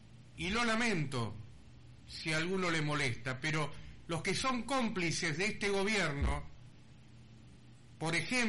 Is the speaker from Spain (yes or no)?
no; Argentina; Todos somos argentinos.